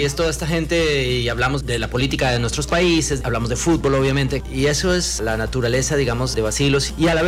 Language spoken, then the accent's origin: Spanish; Colombia; porque yo soy colombiano